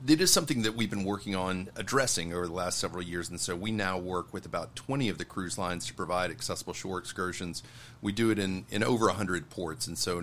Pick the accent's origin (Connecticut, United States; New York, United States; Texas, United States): Texas, United States; Houston; In the U.S., my hometown, Houston, is actually great for wheelchairs because it is a driving town.